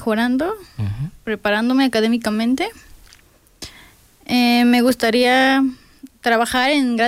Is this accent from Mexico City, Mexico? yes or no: no; Tepalcingo, Morelos, Mexico; moved away; Buenas tardes, los visito de Morelos, de Tepalcingo.